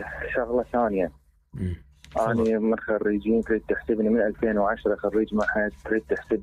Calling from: Iraq; اني مو عراقي اني ما لي حق بهاي الدوله

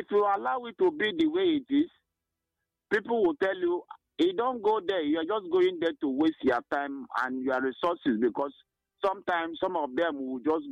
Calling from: Enugu State, Nigeria; I'm calling from Babinimbo. Babinimbo is in Ozo and the local government.

